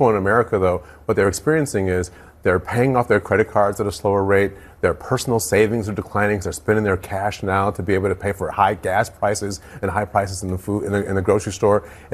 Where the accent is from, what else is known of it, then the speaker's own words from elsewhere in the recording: Detroit, Michigan, United States; which I'm actually in favor of because I grew up in Detroit.